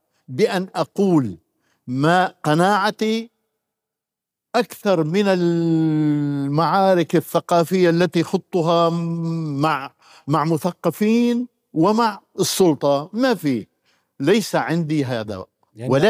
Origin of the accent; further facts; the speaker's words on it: Syria; ما نحلم به أظن كسوريين جميعا